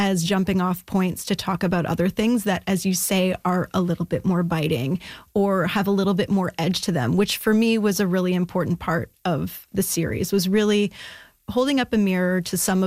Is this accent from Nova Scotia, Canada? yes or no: no; Ottawa, Ontario, Canada; I'm actually from Ottawa originally